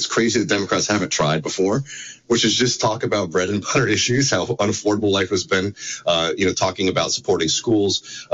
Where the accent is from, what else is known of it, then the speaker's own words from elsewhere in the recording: Texas, United States; also born or lived in New York City; Yeah, I mean, for people who know me, know I'm from Texas, but I worked with on the Michael Brooks show with Michael Brooks. So I lived in New York City for a while.